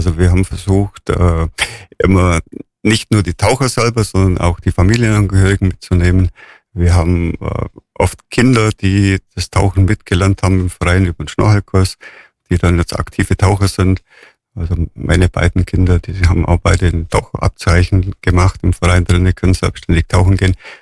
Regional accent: Durach, Bavaria, Germany; Ja, ich komme aus Durach und da haben wir den Öschlesee nebendran

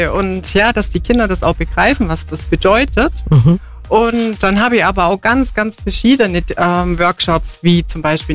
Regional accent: Bavaria, Germany; weil ich war auch eine Allgäuerin eben

